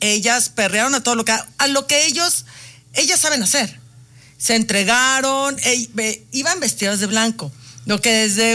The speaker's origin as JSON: {"language": "Spanish", "country": "Mexico", "said": "somos mexicanos, la mejor afición."}